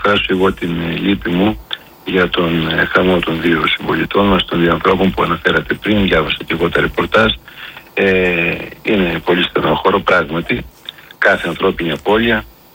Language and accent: Greek; Thessaloniki, Central Macedonia, Greece